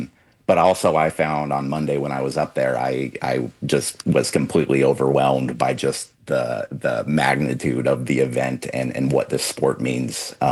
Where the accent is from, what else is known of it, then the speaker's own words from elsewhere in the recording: Alaska, United States; I grew up in Alaska. We didn't have a whole lot of soccer in Alaska.